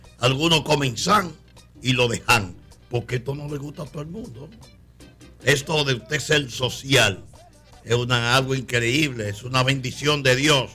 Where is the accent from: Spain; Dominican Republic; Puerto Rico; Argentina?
Dominican Republic; Mao, Valverde; Porque Jean-Philippe es una compañía constructora de mi pueblo. Mao